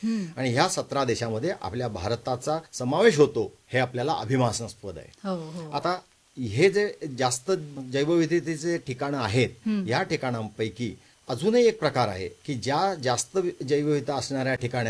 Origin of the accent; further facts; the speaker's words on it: Maharashtra, India; माझं बालपण रत्नागिरी जिल्ह्यात गेलं. या रत्नागिरी जिल्ह्यात माझं आजोळ चिपळूण तालुक्यात होतं.